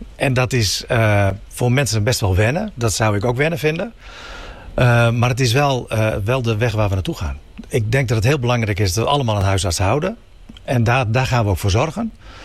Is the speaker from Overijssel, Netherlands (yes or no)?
no; Friesland, Netherlands; van ons als inwoners, van ons als Friezen